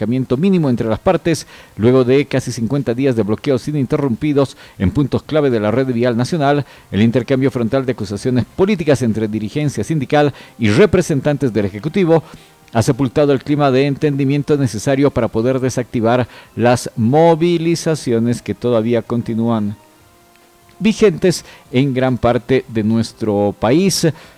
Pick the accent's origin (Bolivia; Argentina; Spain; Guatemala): Bolivia; quienes vamos a tener que pagar somos todos los bolivianos.